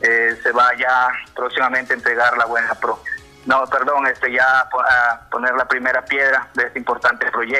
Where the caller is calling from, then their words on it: Pedregal, Piura, Peru; Para saludar a mi pueblo Pedregal, a sus 12 caseríos, el distrito de Tamorande.